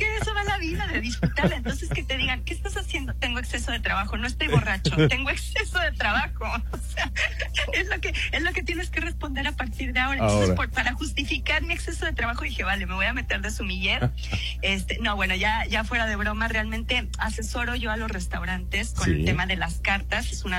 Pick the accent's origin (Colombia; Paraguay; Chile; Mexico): Mexico; Guadalajara, Jalisco; moved away as an adult; now in Madrid, Spain; La verdad es que en México siempre tomaba tequila. Soy de Guadalajara, además.